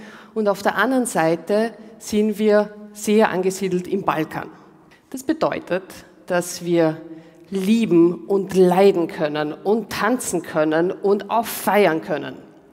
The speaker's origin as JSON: {"language": "German", "country": "Romania", "tie": "born or raised there", "moved": "yes", "said": "Ich komme ursprünglich aus Rumänien"}